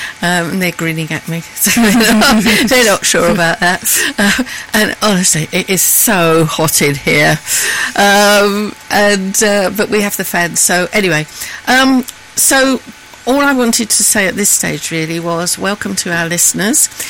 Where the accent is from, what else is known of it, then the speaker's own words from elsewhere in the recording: London, United Kingdom; I was brought up in Maple Road, near Challenge Street, and my mum swore blind that our fence was the dividing line between Penge and Annerley. And really, although our postcode was SE20 Penge, we actually lived in Annerley